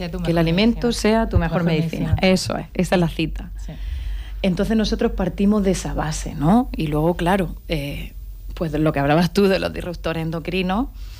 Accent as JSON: {"language": "Spanish", "town": "Chercos", "region": "Andalusia", "country": "Spain", "also_born_or_lived": "Líjar", "said": "nosotros somos de Cherco y de Lijas, ¿no?"}